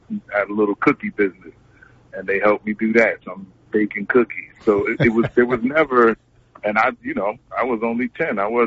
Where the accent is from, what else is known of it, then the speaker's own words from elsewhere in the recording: Trenton, New Jersey, United States; So I just grew up around theater and music and all the good stuff, you know, poetry, because growing up in Trenton, Antoshaki was, you know, at our house, Dominique Giovanni.